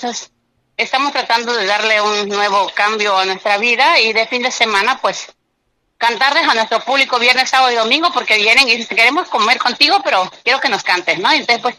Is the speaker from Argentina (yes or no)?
no; El Nacedero, Oaxaca, Mexico; now in Coatzacoalcos, Mexico; soy nativa de un pueblo que se llama El Nacedero, allá por Matías Romero, Oaxaca, allá por el rumbo de Lagunas, Oaxaca, donde está la cementera Cruz Azul.